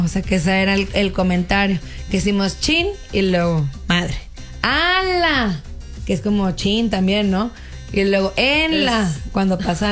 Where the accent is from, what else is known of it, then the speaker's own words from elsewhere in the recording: Mexico; yo fallo como mexicana